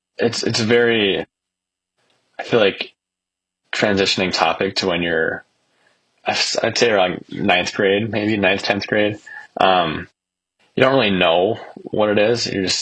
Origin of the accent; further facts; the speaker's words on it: Lakeville, Minnesota, United States; Yeah, so I'm from Lakeville, Minnesota. I've lived in Lakeville for 21 years, all my life.